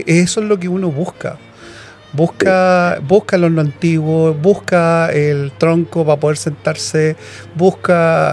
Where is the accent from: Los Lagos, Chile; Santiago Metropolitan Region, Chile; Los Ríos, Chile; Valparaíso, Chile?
Santiago Metropolitan Region, Chile; Santiago; como santiaguino de tomo y lomo